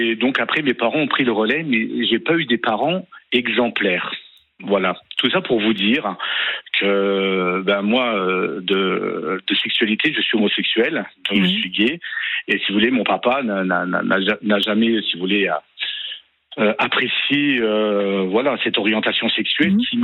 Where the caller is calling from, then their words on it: Thionville, Grand Est, France; je suis dans l'est de la France, je suis de Thionville.